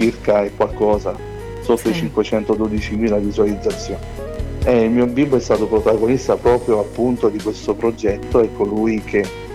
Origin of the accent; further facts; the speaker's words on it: Naples, Campania, Italy; moved away as an adult; also born or lived in Milan / Varese / Modena / Ferrara; io sono nato e cresciuto a Napoli